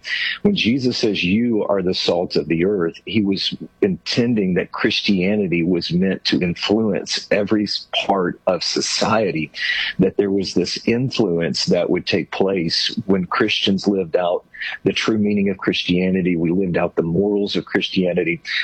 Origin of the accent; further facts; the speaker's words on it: Arkansas, United States; I grew up in Arkansas, so you know, if there was a Southern translation of the Bible, it would translate it, y'all are the salt of the earth.